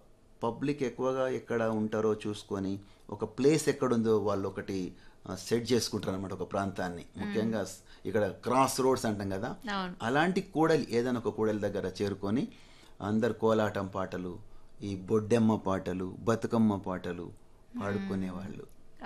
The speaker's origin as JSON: {"language": "Telugu", "town": "Remaddula", "region": "Telangana", "country": "India", "tie": "born or raised there", "moved": "yes", "said": "మాది పాలమూరు జిల్లా కొల్లాపూర్ తాలూకా రేమద్దుల గ్రామం"}